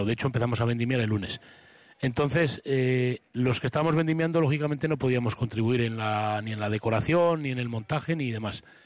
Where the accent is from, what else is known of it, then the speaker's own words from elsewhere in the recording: Kripan, Basque Country, Spain; yo soy muy de Gripán